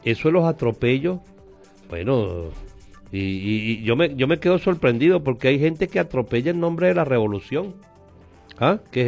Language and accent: Spanish; Venezuela; nosotros tenemos que exigir esas prioridades como venezolanos.